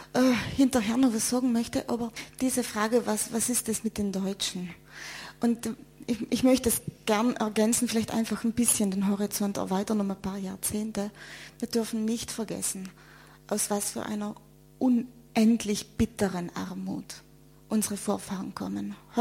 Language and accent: German; Trentino-Alto Adige, Italy; Wir Südtiroler sind italienische Staatsbürger, die schlechtes Italienisch sprechen und in Italien immer fremd sind und nie adäquat als Staatsbürger anerkannt werden